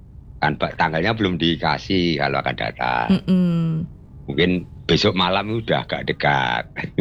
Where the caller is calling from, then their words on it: Karanganyar, Central Java, Indonesia; tapi saya kan di Karanganyar, Mbak.